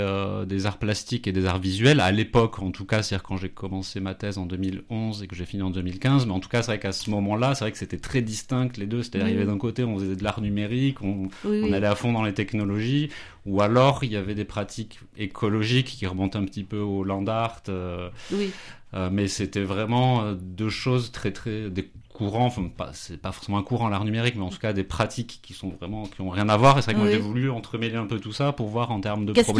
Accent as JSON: {"language": "French", "region": "Occitanie", "country": "France", "tie": "born or raised there", "said": "Dans l'Hérault, en pleine cambrousse, sur un terrain avec beaucoup de forêts, et c'est vrai que des parents aussi très écolos."}